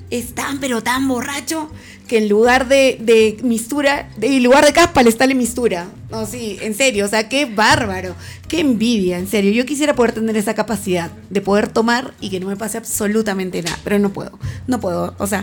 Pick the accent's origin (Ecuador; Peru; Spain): Peru; moved away as an adult; also born or lived in El Alto, Bolivia; porque soy peruana.